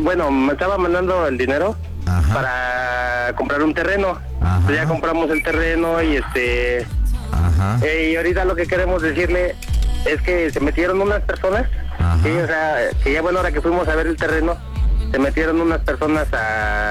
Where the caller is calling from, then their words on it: Ecatepec, State of Mexico, Mexico; yo soy de Catepec.